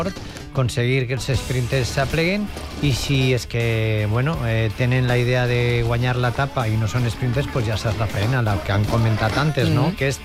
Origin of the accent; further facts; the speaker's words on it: Massamagrell, Valencian Community, Spain; El meu poble també aixit, és Massamagrell.